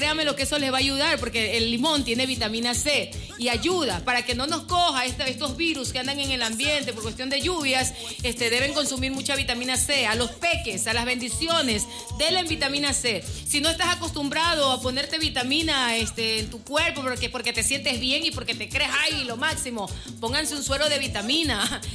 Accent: Ecuador; como ecuatorianos, lo que debemos recordar es que es el día del escudo nacional

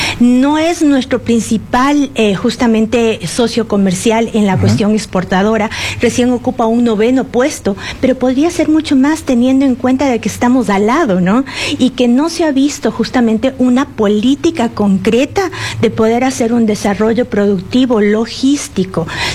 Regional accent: Ecuador

